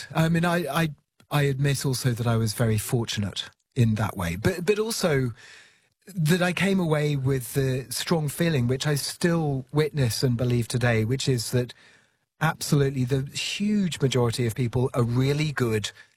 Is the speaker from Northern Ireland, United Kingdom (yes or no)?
no; West Midlands, United Kingdom; So, I grew up in England, in Shropshire, which is, if you imagine England and kind of the middle of England where Birmingham is, so it's just slightly to the left of Birmingham.